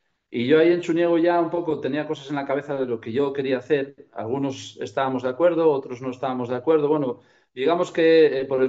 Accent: Castile and León, Spain; Entonces, tiene todo un poco que ver con la Ciana y con la zona de donde yo vengo.

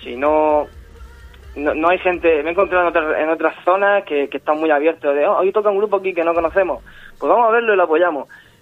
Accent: Cartagena, Region of Murcia, Spain; Yo sinceramente soy murciano de toda la vida

